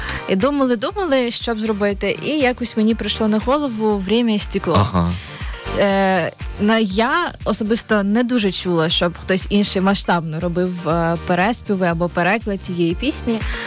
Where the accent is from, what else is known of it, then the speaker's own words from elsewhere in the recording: Odesa, Odesa Oblast, Ukraine; Бо я сама одеситка, і я навіть не була на морі цього року, навіть не встигла.